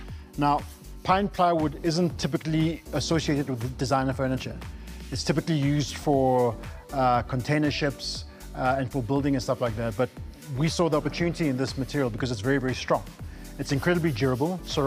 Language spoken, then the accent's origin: English; South Africa; And not just South African languages because I'm South African